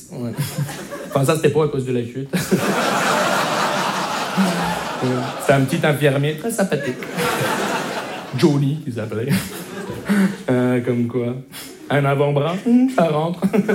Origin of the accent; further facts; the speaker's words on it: Montreal, Quebec, Canada; Bonsoir, je me présente … je viens de Montréal.